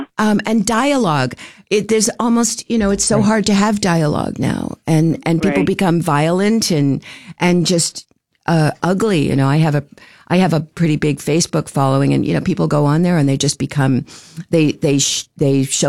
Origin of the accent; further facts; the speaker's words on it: Durham, New Hampshire, United States; I grew up in New Hampshire, in the days of the Manchester Union Leader